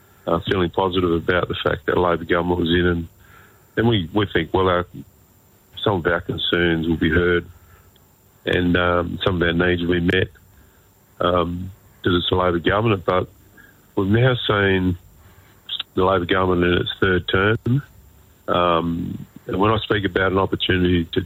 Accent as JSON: {"language": "English", "region": "Western Australia", "country": "Australia", "said": "our lines go from the southwest all the way up to the Pilbara, and also the Kimberleys on my grandmother's side. And yeah, that's my connection to WA, pretty much most of the state."}